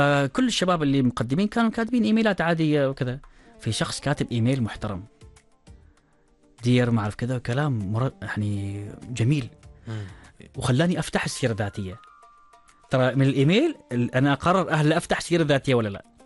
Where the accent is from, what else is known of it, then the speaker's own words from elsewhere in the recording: Oman; هل أنا كبنت عمانية خريجة أحط صورتي في اللينكدين أم لا